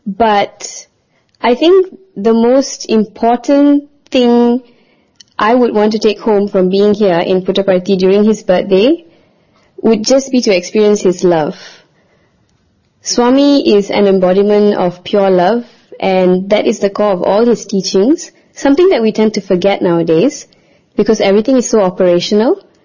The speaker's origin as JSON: {"language": "English", "country": "Malaysia", "said": "I'm from Malaysia."}